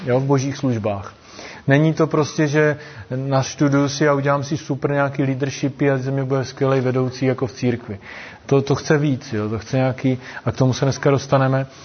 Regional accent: Brno, South Moravian Region, Czechia; Jsem původně z Brna

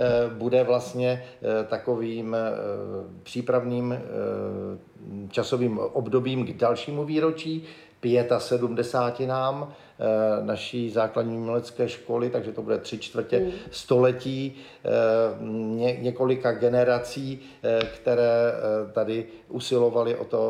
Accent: Zlín, Zlín Region, Czechia; also born or lived in Kroměříž; Ano, jsem Valach. Rodák ze Zlína, což je taková brána Valašská.

